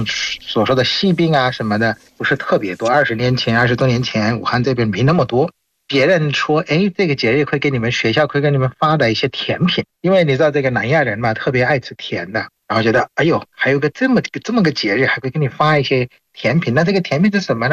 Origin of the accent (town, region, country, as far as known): Bangladesh; Chinese is a second language